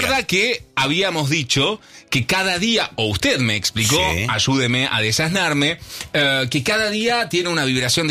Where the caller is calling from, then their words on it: Santa Teresita, Buenos Aires Province, Argentina; Vivo en Santa Teresita